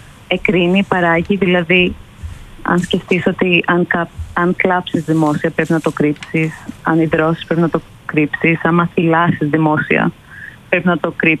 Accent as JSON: {"language": "Greek", "country": "Greece", "moved": "yes", "lives_now": "London, United Kingdom", "said": "Εγώ είμαι Ελληνίδα, αλλά μένω στο Λονδίνο."}